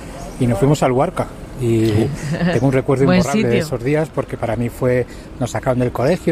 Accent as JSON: {"language": "Spanish", "town": "Madrid", "region": "Community of Madrid", "country": "Spain", "said": "Hola, buenas … de Madrid."}